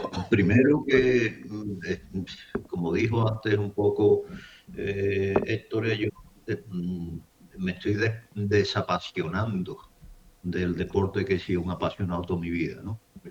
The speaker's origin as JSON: {"language": "Spanish", "country": "Spain", "said": "pero lo veré como español que soy, que me gustaría que ganara España."}